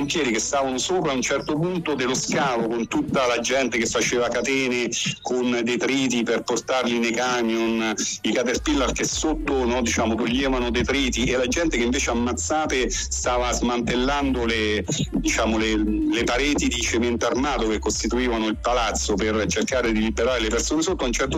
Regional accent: Terni, Umbria, Italy; io che sono di Terni

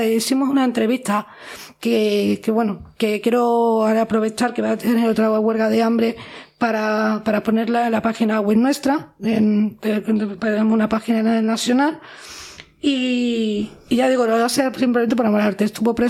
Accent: Granada, Andalusia, Spain; lo primero que me gusta decir es que soy de aquí de Granada, ¿no?

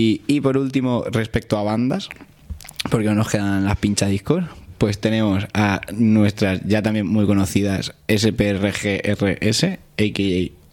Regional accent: Madrid, Community of Madrid, Spain; born there; Yo, mi secreto es que yo nací en Madrid, pero vale. reniego de ello.

